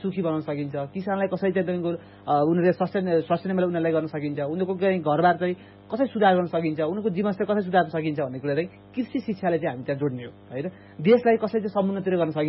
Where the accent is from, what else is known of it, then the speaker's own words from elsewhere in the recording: Mugu, Karnali Province, Nepal; moved away; म हिमाली जिल्लाको मान्छे होइन, मेरो घर चाहिँ मुगु हो, म चाहिँ कर्णाली प्रदेशबाट त्यहाँ छु।